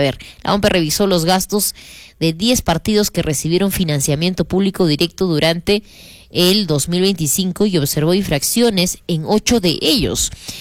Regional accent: Arequipa, Peru

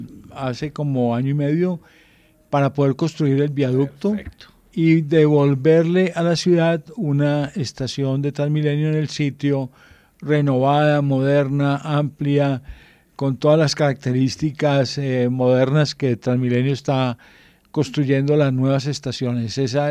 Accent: Palmira, Valle del Cauca, Colombia; now in Bogotá, Colombia; además yo soy de Palmira, mi familia afortunadamente bien

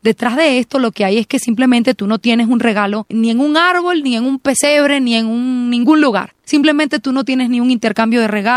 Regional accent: Venezuela; now in Colombia; yo soy venezolana

